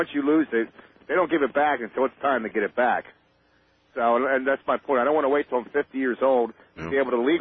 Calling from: Valley Forge, Pennsylvania, United States; from Valley Forge, Pennsylvania.

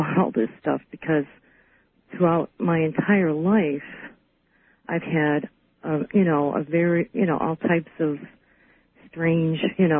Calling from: New York, United States; Hi, I'm calling from New York.

